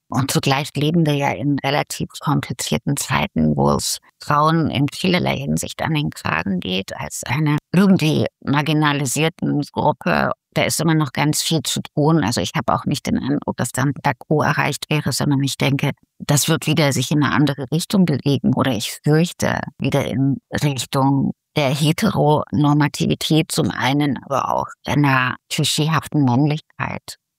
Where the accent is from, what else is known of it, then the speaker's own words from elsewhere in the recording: Riesa, Saxony, Germany; Der Sächsische Literaturpreis bedeutet mir sehr viel, weil ich hier wohne. Ich bin in der DDR geboren, in Riesa. Ich bin ein sächsisches Mädchen sozusagen.